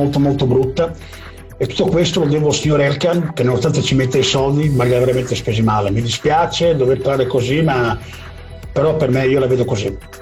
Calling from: Ferrara, Emilia-Romagna, Italy; di Ferrara.

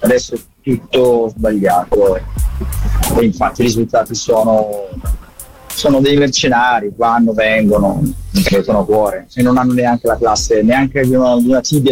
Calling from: Brescia, Lombardy, Italy; Ciao, sono da Brescia.

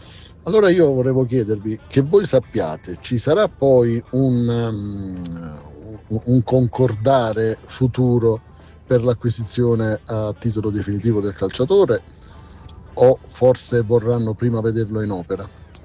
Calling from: Castellammare di Stabia, Campania, Italy; di Castellammare di Stabia.

